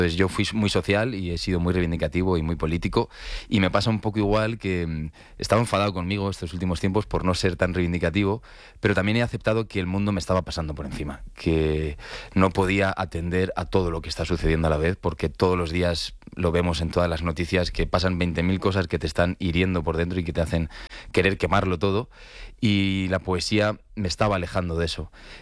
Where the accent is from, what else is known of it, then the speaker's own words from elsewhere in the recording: Leganés, Community of Madrid, Spain; odio las patrias, pero soy patriota de Leganés, la verdad. Yo me gusta decir que soy de Leganés allá por donde voy.